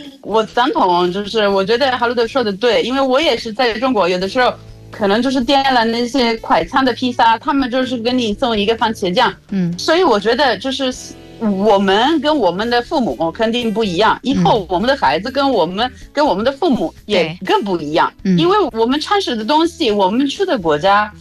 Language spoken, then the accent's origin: Chinese; Italy